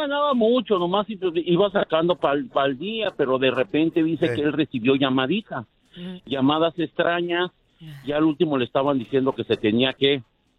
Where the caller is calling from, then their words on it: Mexico City, Mexico; no soy de Guerrero, yo soy de la Ciudad de México.